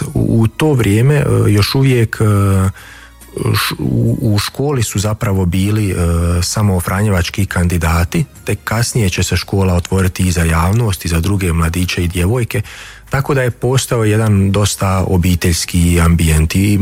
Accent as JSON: {"language": "Croatian", "town": "Vitez", "region": "Federation of Bosnia and Herzegovina", "country": "Bosnia & Herzegovina", "tie": "born or raised there", "moved": "as an adult", "lives_now": "Münster, Germany", "said": "Rodom sam iz Viteza, također iz Srednje Bosne"}